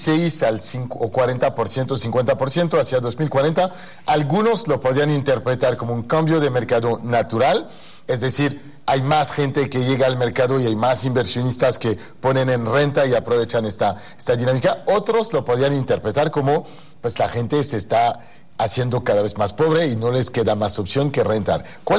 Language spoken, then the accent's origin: Spanish; Paris, Île-de-France, France; also born or lived in London, United Kingdom / New York, United States; now in Mexico; viví en Inglaterra, en Londres, viví en Estados Unidos, en Nueva York, yo soy de Francia, de París